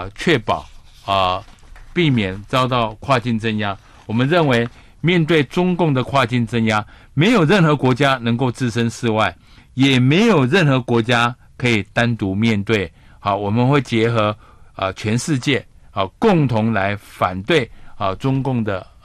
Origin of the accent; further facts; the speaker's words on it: Taiwan; 所以我们台湾人民真的不要受骗上当